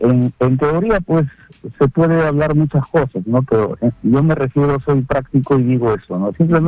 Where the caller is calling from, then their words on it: Lima, Peru; Del RIMAC.